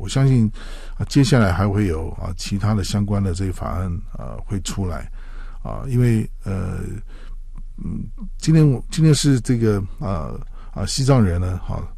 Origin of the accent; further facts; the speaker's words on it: Taiwan; 甚至包括我们台湾人都面临了这个这个中国大陆